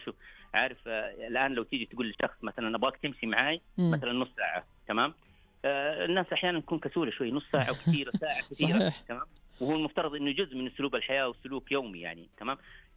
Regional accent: Taif, Makkah Province, Saudi Arabia; يعني إحنا مثلا زي عندنا في الطائف

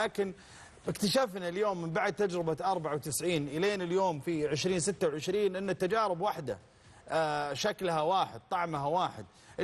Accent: Saudi Arabia; حنا اليوم الإعلام الرياضي والمشجعين السعوديين وكل سعودي

